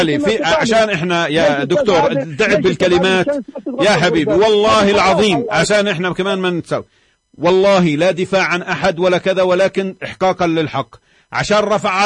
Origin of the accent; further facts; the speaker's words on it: Palestine; إحنا كفلسطينيين